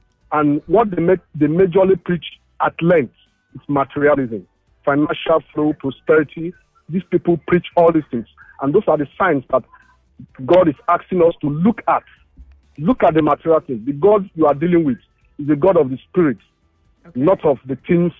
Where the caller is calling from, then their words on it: Ikeja, Lagos, Nigeria; I'm calling from Ikeja.